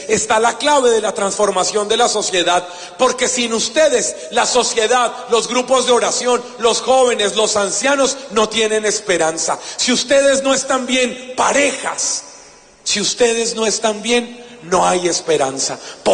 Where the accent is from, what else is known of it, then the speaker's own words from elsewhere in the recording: Colombia; soy colombiano. ¿No se nota? Soy colombiano.